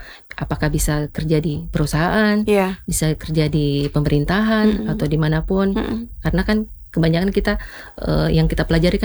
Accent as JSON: {"language": "Indonesian", "town": "Asinua", "region": "Southeast Sulawesi", "country": "Indonesia", "tie": "born or raised there", "said": "Saya lahir di sebenarnya Kota Kendari, cuman tepatnya di Asinua."}